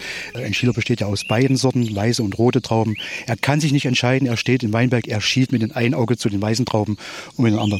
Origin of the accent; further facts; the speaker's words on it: Oberwiesenthal, Saxony, Germany; now in Diesbar-Seußlitz, Germany; Ursprünglich bin ich im Erzgebirge aufgewachsen, auf 1000 Meter Höhe, im Oberwiesenthal am Fichtelberg.